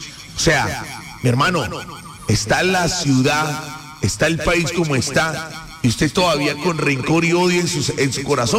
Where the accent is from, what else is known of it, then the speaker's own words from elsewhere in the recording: Colombia; Aquí todos somos colombianos